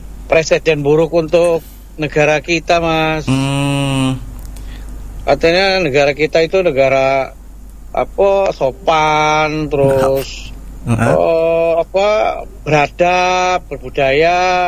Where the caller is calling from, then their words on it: Yogyakarta, Special Region of Yogyakarta, Indonesia; Jawanya Jogja.